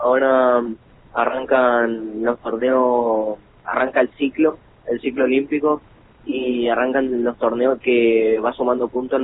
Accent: Pirané, Formosa, Argentina; moved away as an adult; now in Buenos Aires, Argentina; representar a mi pueblo más que nada porque soy de ahí, me crié ahí y mi gente está ahí, mi familia ahí

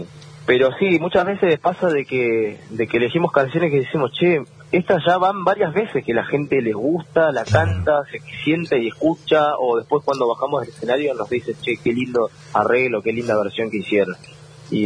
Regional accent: Bahía Blanca, Buenos Aires Province, Argentina; now in Buenos Aires, Argentina; yo soy oriundo de acá, de Bahía Blanca. Actualmente vivo en Capital Federal.

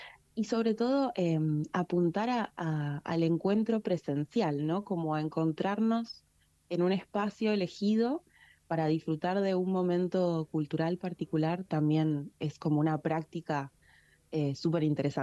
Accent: Neuquén, Argentina; moved away as an adult; now in the comarca, Argentina; Yo, por ejemplo, soy de Neuquén

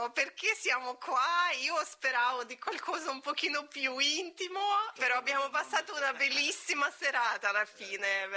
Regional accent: Riga, Latvia; Italian is a second language; also born or lived in England; now in Italy

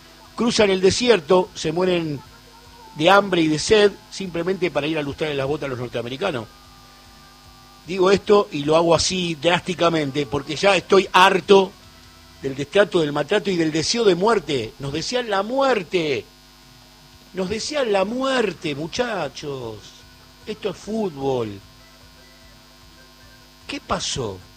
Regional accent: Argentina; somos Argentina

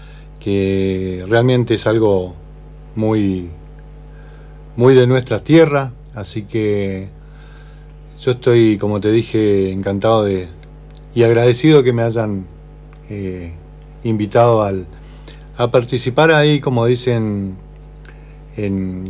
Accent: Caleufú, Argentina; born there; Yo vengo del campo. Nací en Caleufu, lo he dicho muchas veces, con mucha honra.

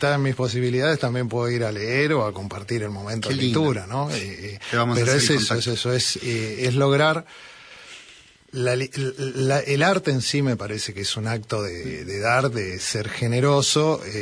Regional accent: Buenos Aires, Argentina; born or raised there; also born or lived in Mendoza

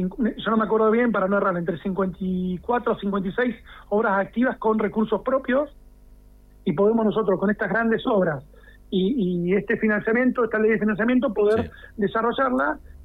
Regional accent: Santa Cruz, Argentina; Yo soy de Zona Norte y la anduve

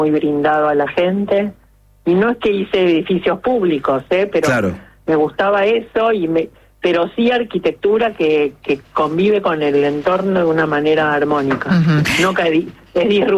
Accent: Argentina; Pero soy argentina.

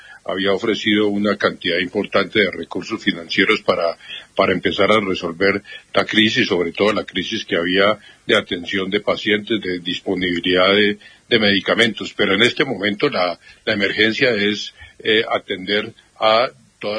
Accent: Cali, Valle del Cauca, Colombia; Yo mismo soy de Cali, ahorita no vivo en Cali, pero yo mismo soy de Cali

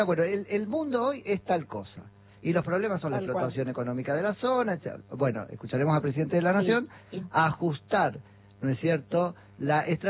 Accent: Argentina

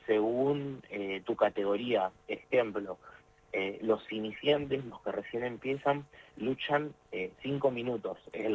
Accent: Tierra del Fuego, Argentina; no dejo de ser fueguino

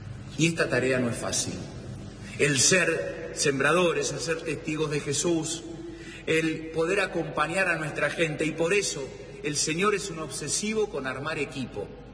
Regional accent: Argentina; que como argentinos podamos reconstruir los vínculos, que sepamos que la solución a los problemas de nuestro país es entre todos, con todos.

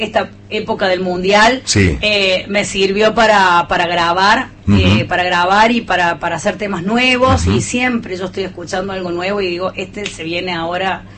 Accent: Córdoba, Argentina; Soy de Capital

